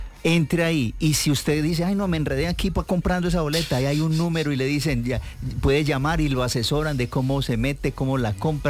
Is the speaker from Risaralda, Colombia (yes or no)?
yes; Apía, Risaralda, Colombia; Javier, imagínese, Apía es bien pequeño. La vereda de donde soy, bien pequeñita.